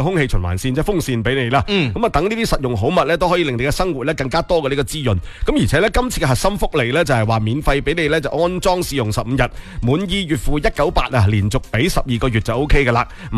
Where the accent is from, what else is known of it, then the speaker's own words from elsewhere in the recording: Guangdong, China; 我哋广东人